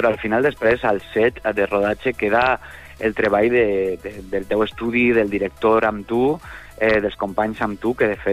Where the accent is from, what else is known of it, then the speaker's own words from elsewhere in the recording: Onda, Valencian Community, Spain; moved away; em vaig apropar a una església del meu poble, de Onda, a la que jo anava de jove